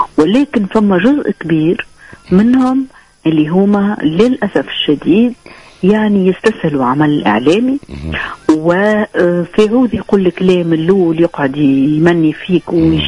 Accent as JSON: {"language": "Arabic", "country": "Tunisia", "said": "حتى أنا تونسي تونسي."}